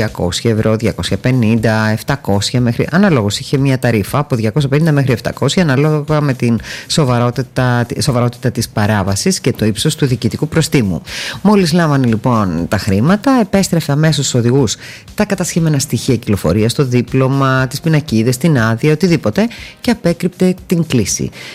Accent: Volos, Thessaly, Greece; moved away; στην πατρίδα μου, γιατί από εκεί κατάγομαι, από το Βόλο

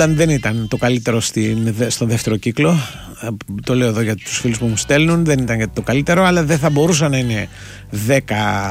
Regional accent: Greece; όταν κάνουμε επεισόδια στο εξωτερικό, μας βλέπουν σαν Έλληνες.

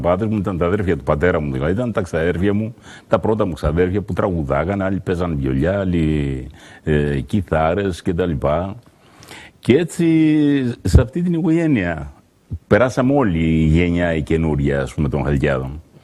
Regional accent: Ioannina, Epirus, Greece; Το πατρικό μου το σπίτι ήταν στα Ζευγάρια, στον Άγιο Σπυρίδωνα κοντά.

